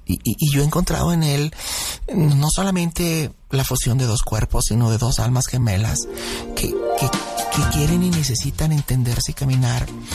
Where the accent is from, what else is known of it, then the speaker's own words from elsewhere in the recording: Sonoita, Sonora, Mexico; born there; yo tengo 26 años y yo nací en Sonoita. Ahí viví hasta los 4.